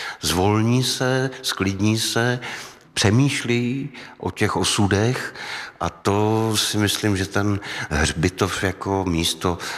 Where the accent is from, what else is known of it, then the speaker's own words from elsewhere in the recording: Olomouc, Olomouc Region, Czechia; protože jsem ze severní Moravy, jsem z Olomouce, tak pro mě tenhle ten počin, audio počin měl velký význam.